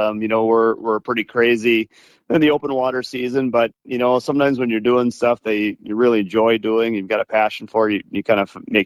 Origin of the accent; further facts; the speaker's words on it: Rochester, Minnesota, United States; I had bought a lot up here on Rainy Lake, and I was from Rochester again. I didn't know anybody up here.